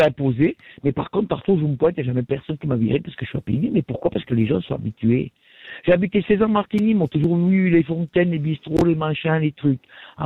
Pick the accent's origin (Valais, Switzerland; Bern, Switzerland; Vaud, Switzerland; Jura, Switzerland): Valais, Switzerland